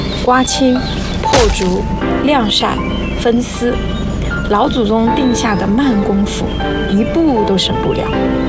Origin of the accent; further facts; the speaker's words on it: Sichuan, China; 从走岛民土生土长的幺儿，出过国，留过学，